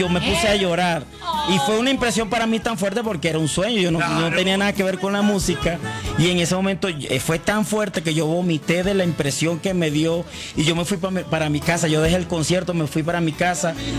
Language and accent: Spanish; Venezuela; quería conocer a … porque era seguidor de él, siendo venezolano. En Venezuela pegó mucho